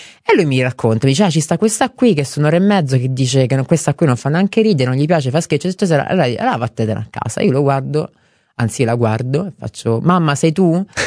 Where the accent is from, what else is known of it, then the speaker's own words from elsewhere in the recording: Reggio Calabria, Calabria, Italy; moved away; io sono di Reggio Calabria, una famiglia calabrese